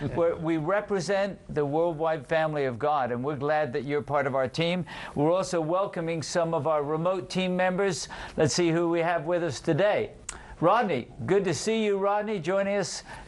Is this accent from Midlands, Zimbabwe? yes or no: no; Harare, Zimbabwe; I am from Harare, Zimbabwe